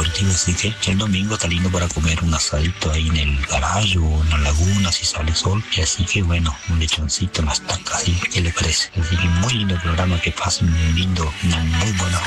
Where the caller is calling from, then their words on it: San Vicente, Misiones, Argentina; soy de San Vicente de Misiones